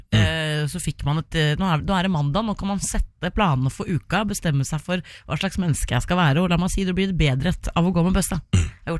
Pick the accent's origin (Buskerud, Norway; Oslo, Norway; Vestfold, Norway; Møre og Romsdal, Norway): Vestfold, Norway; Larvik; born there; moved away; jeg har vært hjemme I Larvik